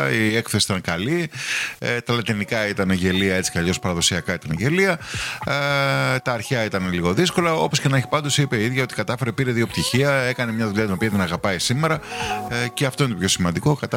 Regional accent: Greece; εμείς ως Έλληνες

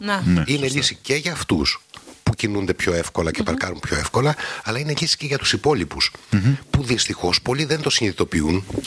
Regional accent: Kavala, Eastern Macedonia and Thrace, Greece; εγώ που είμαι από την Καβάλα

